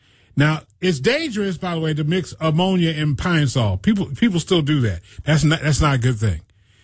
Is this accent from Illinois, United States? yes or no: yes; Chicago, Illinois, United States; now in New Orleans, United States; even though I'm from Chicago, my family was from the South, from Alabama and stuff like that.